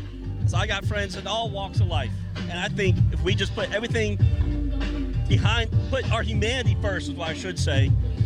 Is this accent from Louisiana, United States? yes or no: no; Texas, United States; No, sir. I was raised in outside of Dallas, Texas. So I'm a Texas transplant, but I've lived in six different states.